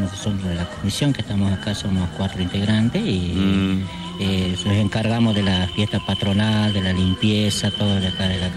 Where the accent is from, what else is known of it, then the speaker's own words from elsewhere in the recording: Pulares, Salta, Argentina; now in El Mollar, Argentina; Sí, yo soy de acá de Pulares, creado aquí en Pulares, pero bueno, vivo allá en el Mollar, ahí, bueno, tengo mi familia ahí, pues, y después trabajo aquí en la zona, en Chicoana